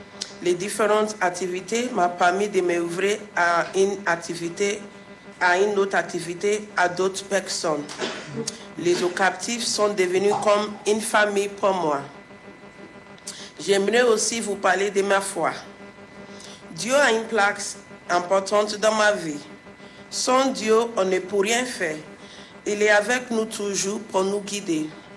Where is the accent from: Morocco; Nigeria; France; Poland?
Nigeria; J'ai 31 ans, je viens du Nigeria.